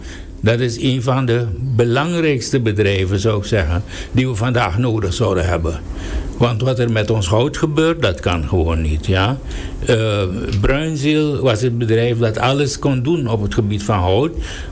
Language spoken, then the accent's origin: Dutch; Suriname; toen wij als Surinamers, de Surinaamse leiding waarmee ik, waar ik het hoofd was